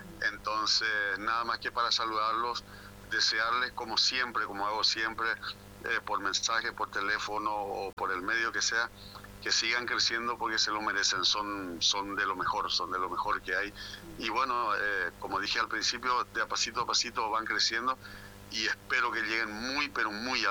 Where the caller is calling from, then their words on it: Asunción, Paraguay; la zona de Asunción, estoy en Asunción.